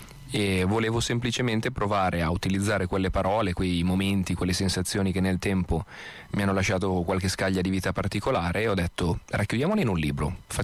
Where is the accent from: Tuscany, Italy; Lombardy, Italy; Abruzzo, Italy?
Lombardy, Italy; Fiesco; Arrivo da Fiesco, che è un piccolo paesino vicino a Castelleone, Crema, per chi dovesse riuscire a identificare questo puntino sulla mappa.